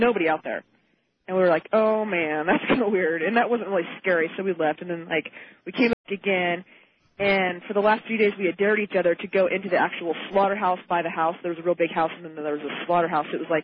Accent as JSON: {"language": "English", "town": "Susanville", "region": "California", "country": "United States"}